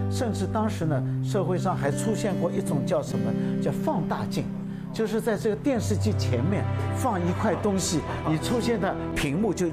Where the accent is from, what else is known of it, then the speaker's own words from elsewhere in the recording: Shanghai, China; 最早的电视节给我们上海人的印象呢，就是那一首歌嘛，